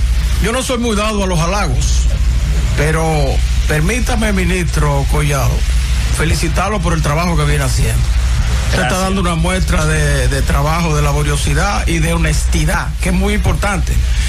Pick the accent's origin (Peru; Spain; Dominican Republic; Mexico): Dominican Republic; San Fernando de Monte Cristi, Monte Cristi; moved away